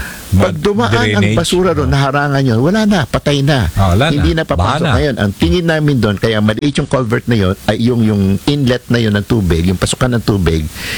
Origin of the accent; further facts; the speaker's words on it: Pasig, Metro Manila, Philippines; also born or lived in Cainta, Rizal; taga-Pasig ako at Kainta.